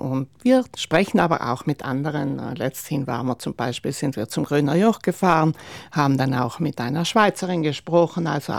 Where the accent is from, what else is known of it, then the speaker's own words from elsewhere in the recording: Barbian, Trentino-Alto Adige, Italy; Also ich bin aus Barbian